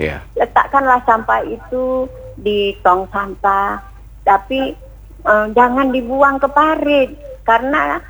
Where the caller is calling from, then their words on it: Tanjung Pinang, Riau Islands, Indonesia; kita sebagai warga Kota Tanjung Pinang